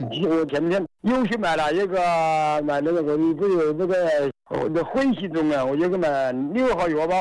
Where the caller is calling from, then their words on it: Yantai, Shandong, China; 我是山河南，烟台市山河南镇的